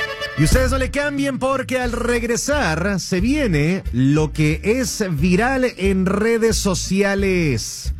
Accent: Zacatecas, Mexico; born there; mi acta de nacimiento dice Zacatecas, pero soy español, ¿eh?

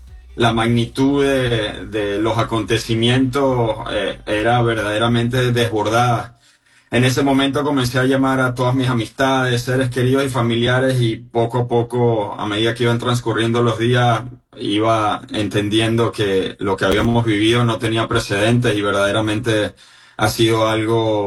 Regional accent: Playa Grande, La Guaira, Venezuela; moved away as an adult; now in Puerto Rico; yo crecí y viví gran parte de mi vida en Playa Grande, que ha sido una de las zonas más afectadas de estos dos sismos simultáneos en Venezuela. Yo actualmente vivo en Puerto Rico, pero en Venezuela tenía mi apartamento

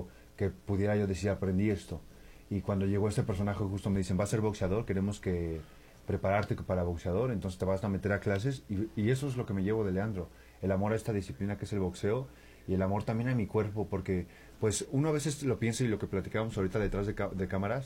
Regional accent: Tampico, Tamaulipas, Mexico; now in Mexico City, Mexico; Hace 11 años me separé de ellos, cuando me vine de Tampico para acá, para Ciudad de México.

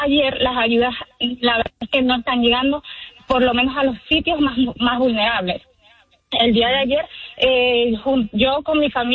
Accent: Barcelona, Anzoátegui, Venezuela; gracias a Dios yo soy de Barcelona y mi familia directamente no se vio afectada.

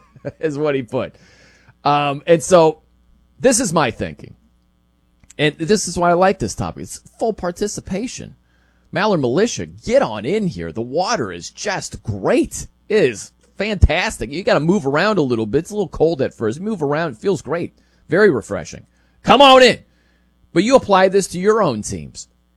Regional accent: Indiana, United States; I know I grew up in Indiana.

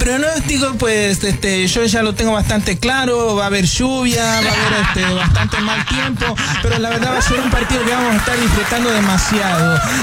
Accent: Argentina; todos dicen que soy argentino, pero la verdad es que soy italiano, porque sabes que los argentinos realmente somos italianos, ¿no?

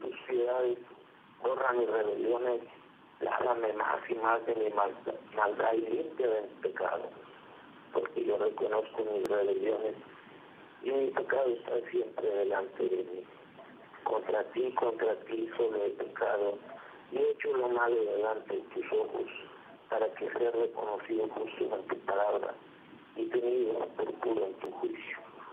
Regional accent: Mexico; cada uno de los que conformamos nuestra nación, México.

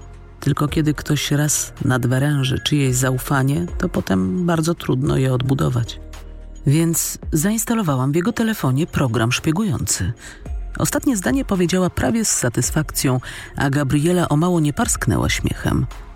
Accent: Lublin, Lublin Voivodeship, Poland; a że ja pochodzę z Lublina, moi rodzice tu mieszkają, mam znajomych, dobrze się tu czuję

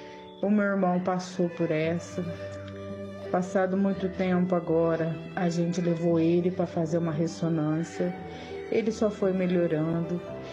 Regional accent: Mococa, São Paulo, Brazil; sou da cidade de Mococa.

